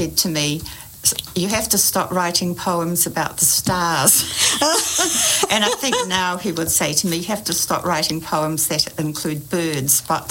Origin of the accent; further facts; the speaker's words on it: Taranaki, New Zealand; I grew up in Taranaki, between the mountain and the sea.